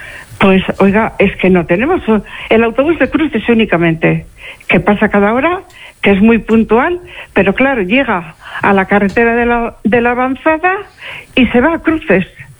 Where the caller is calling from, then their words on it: Spain; yo soy de Las Arenas y he ido a la playa de Las Arenas toda mi vida.